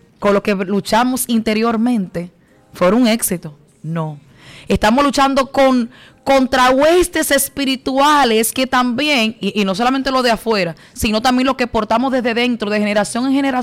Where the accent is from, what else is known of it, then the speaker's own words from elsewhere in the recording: Dominican Republic; Se siente que somos dominicanos.